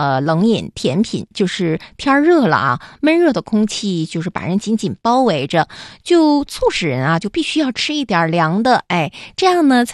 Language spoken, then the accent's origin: Chinese; Northeast China, China; 在咱们东北这边